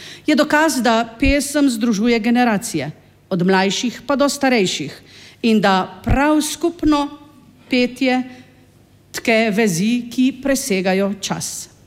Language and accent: Slovenian; Primorska, Slovenia; Morda prav zato pravimo, da smo Primorci pevci od nekdaj.